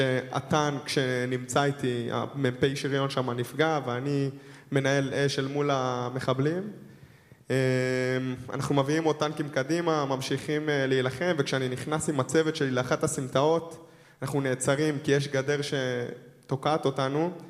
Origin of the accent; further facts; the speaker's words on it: Beersheba, Southern District, Israel; אני בכלל מבאר שבע